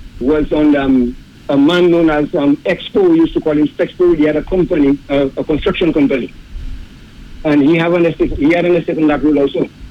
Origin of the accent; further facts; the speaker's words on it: Delhi, India; from Delhi.